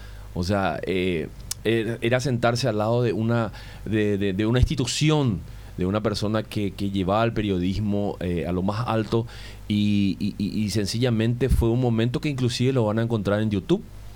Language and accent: Spanish; Paraguay; somos artistas paraguayos, hemos llevado la bandera de nuestro país siempre en alto.